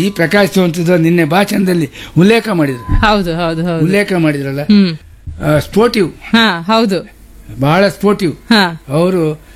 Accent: Koteshwara, Karnataka, India; accent: Kundapura Kannada; moved away; ನಮ್ಮೂರಿನವ್ರದ್ದು Koteshwara ಮಾಗಣಿ

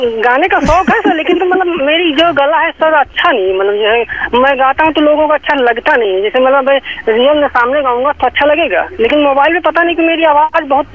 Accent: Gonda, Uttar Pradesh, India; गोंडा में तो देखा जाए तो सबसे सुंदर सबसे स्वस्थ मेरा गांव है, क्योंकि मेरा मतलब जो है जन्म यहीं पे हुआ है

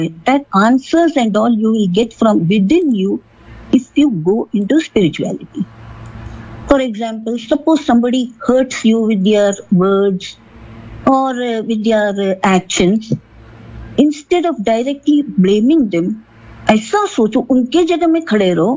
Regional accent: Pune, Maharashtra, India; moved away as an adult; also born or lived in Mumbai; now in Bengaluru, India; मेरा जन्म पुणे में हुआ, education living everything was in Pune, got married and settled in Mumbai for 20 years. उसके बाद पति के जॉब के वजह से we all of us shifted to Bengaluru.

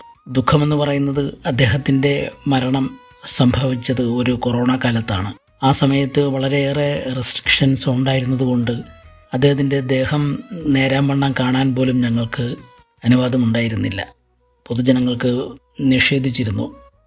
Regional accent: Aryankavu, Kerala, India; born there; accent: Kollam district; also born or lived in Kanchiyode, Thiruvananthapuram district / Thirumala, Thiruvananthapuram; പക്ഷേ ഞാൻ വളർന്നതൊക്കെ 7 വയസ്സ് മുതൽ ആര്യങ്കാവിലാണ്. അതുകൊണ്ട് എൻ്റെ സംസാര രീതിയും മറ്റ് പെരുമാറ്റ രീതിയും ഒക്കെ കൊല്ലം ജില്ലയുടെ ഒരു സവിശേഷതയായിട്ടാണ്.

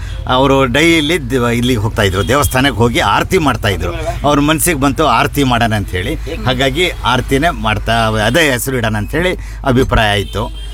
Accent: Shivamogga, Karnataka, India; ನಾವು ಶಿವಮೊಗ್ಗದಲ್ಲೇ ಹುಟ್ಟಿದ್ದು, ಶಿವಮೊಗ್ಗದಲ್ಲೇ ಬೆಳೆದಿದ್ದು.

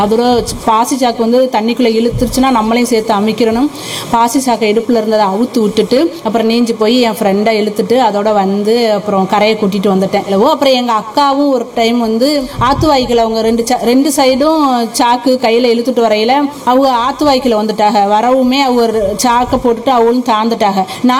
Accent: Tamil Nadu, India; born there; moved away as an adult; now in Pamban Therkuvadi, India; நான் பாமன் தெற்குவாடி கிராமம். நான் பிறந்த ஊர் வந்து நரிக்குழி அப்படின்னு ஒரு கிராமத்தில் நான் பிறந்தேன். எனக்கு கல்யாணம் பண்ணி கொடுத்தது தான் பாமன் தெற்குவாடி கிராமம். இப்போ அங்கே தான் இருக்கேன்.

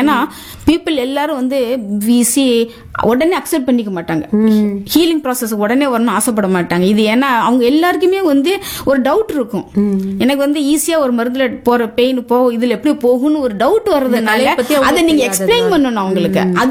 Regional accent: Tamil Nadu, India; born there; moved away; நான் வந்து தமிழ்நாடு பொண்ணு, ஆக்சுவலி தமிழ்நாட்டில் தானே நாங்கள் பிறந்தோம்

